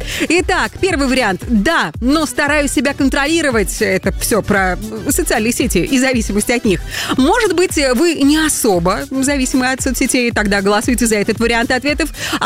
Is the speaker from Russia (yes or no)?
no; Belarus